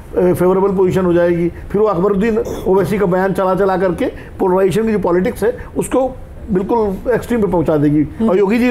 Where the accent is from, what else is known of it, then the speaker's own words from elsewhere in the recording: Uttar Pradesh, India; born there; आप रहते हैं, हम उसी राज्य में पैदा हुए हैं। देखिए उत्तर प्रदेश की स्थिति बड़ी विचित्र है